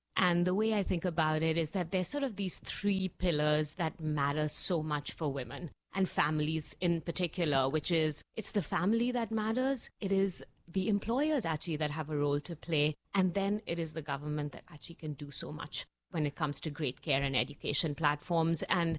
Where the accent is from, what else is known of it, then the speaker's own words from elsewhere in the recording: Mumbai, Maharashtra, India; moved away as an adult; now in United States; I was born in Mumbai and grew up. I actually spent my first 21 years there. I came to the U.S. to do my master's at Brandeis University